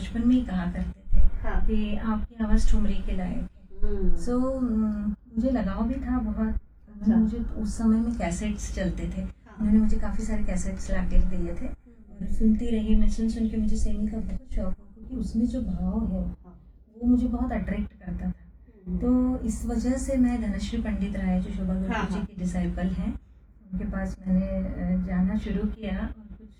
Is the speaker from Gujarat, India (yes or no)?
no; Khandwa, Madhya Pradesh, India; मेरी भूमि खंडवा है, जहाँ के … हैं, जगत विख्यात जिनका नाम है। तो मुझे अच्छा लगता है कि मैं ऐसी नगरी से हूँ जहाँ से इतने बड़े बड़े आर्टिस्ट निकले हैं।